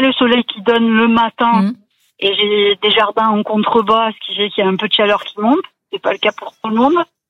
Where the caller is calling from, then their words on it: Provence-Alpes-Côte d'Azur, France; Alors, je suis dans un petit village à côté